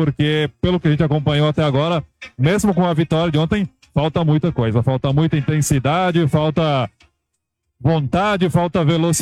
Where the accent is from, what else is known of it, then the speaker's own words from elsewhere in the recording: Brazil; Eu, como bom brasileiro